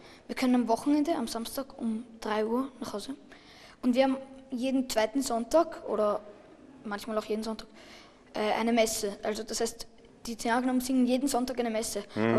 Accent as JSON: {"language": "German", "region": "Vienna", "country": "Austria", "said": "bin Wiener und bin 11 Jahre alt."}